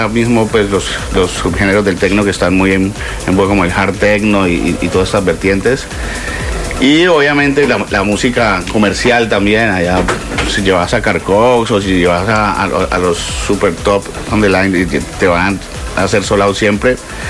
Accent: Cali, Valle del Cauca, Colombia; siempre he comparado a Rosario con mi ciudad natal, con Cali, en Colombia

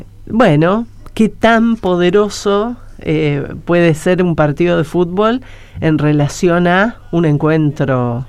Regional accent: Argentina; Yo estuve en España a principio de año y cuando tomás un Uber, un taxi, algo, decís, ah, ¿de dónde sos? Argentina.

